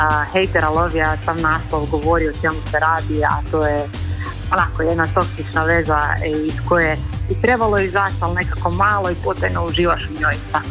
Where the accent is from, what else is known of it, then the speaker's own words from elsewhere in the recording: Crikvenica, Primorje-Gorski Kotar County, Croatia; also born or lived in Netherlands; now in Zagreb, Croatia; rodom sam iz Crikvenice, a trenutno živim u Zagrebu.